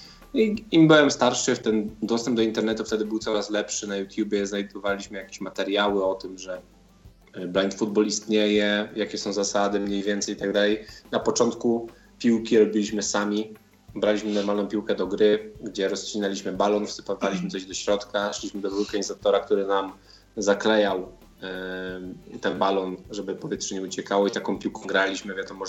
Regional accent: Czechowice-Dziedzice, Silesian Voivodeship, Poland; moved away; also born or lived in Kraków; Pochodzę z Czechowic-Dziedzic, czyli to jest 90 km od Krakowa.

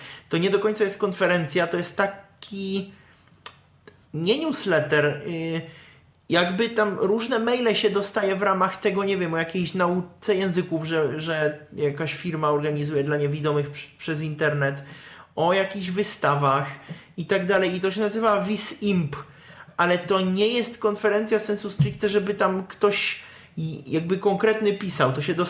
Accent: Prague, Czechia; u nas w Czechach.

